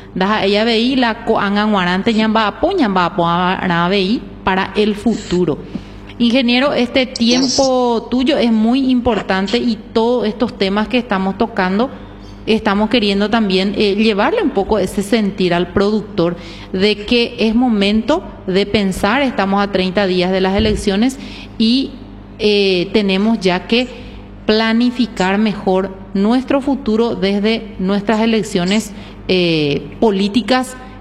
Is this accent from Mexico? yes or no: no; Paraguay; que es lo que necesitamos ya como paraguayos